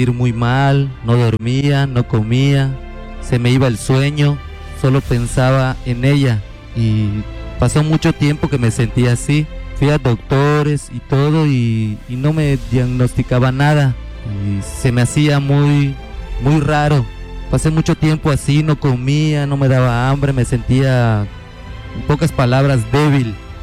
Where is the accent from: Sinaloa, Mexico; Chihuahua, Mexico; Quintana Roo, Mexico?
Quintana Roo, Mexico; Chetumal; Soy de Chetumal.